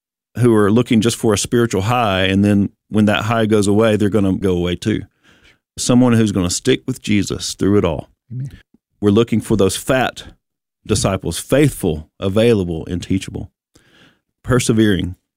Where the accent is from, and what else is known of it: Bible Belt, United States; born or raised there